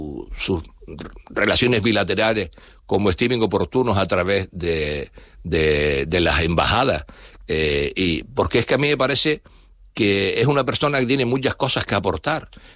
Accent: Canary Islands, Spain; pues francamente me duele como canario.

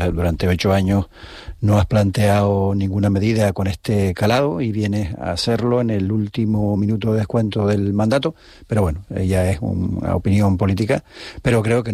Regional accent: Canary Islands, Spain; la nuestra en Canarias

